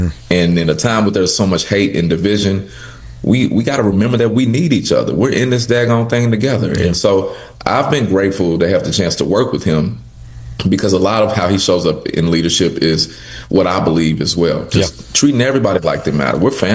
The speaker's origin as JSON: {"language": "English", "town": "Louisville", "region": "Kentucky", "country": "United States", "said": "I'm from the hood. I'm from the West End of Louisville."}